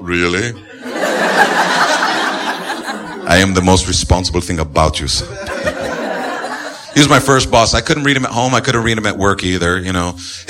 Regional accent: Texas, United States; I'm Texan, man. Bullshit. Where were you born? I was born in, like, the North Texas, like, up.

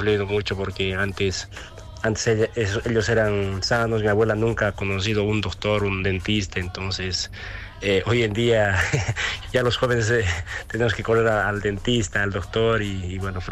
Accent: Chicaloma, La Paz, Bolivia; born there; Yo nací en Chicaloma, provincia de Suyungas, de La Paz, y bueno, hace 47 años ya actualmente

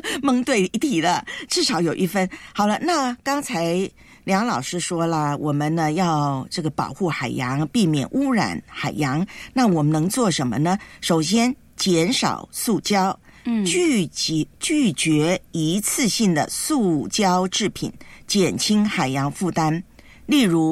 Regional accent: Taiwan; moved away; 但是在我的老家台湾呢，

